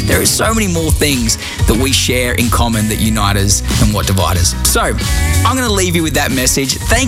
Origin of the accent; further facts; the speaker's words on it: Australia; He grew up in America, I grew up in Australia, but there were so many things that we had in common.